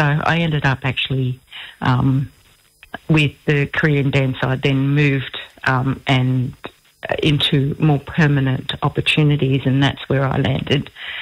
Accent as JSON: {"language": "English", "town": "Weipa", "region": "Queensland", "country": "Australia", "tie": "born or raised there"}